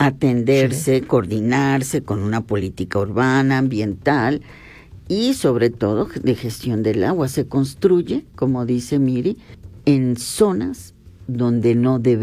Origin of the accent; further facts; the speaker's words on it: Huehuetla, Hidalgo, Mexico; en la región Otomitepegua, donde yo soy originaria, por lo menos, claro, en el pueblo donde yo nací, Huehuetla